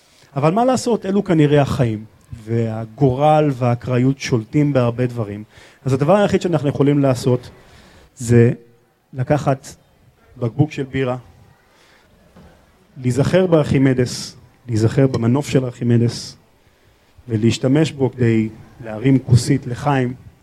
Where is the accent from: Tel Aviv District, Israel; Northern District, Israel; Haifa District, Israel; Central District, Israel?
Haifa District, Israel; Haifa; כמי שגדל בחיפה